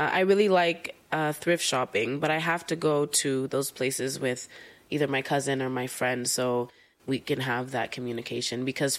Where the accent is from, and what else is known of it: United States; accent: American; moved away as an adult; now in Kenya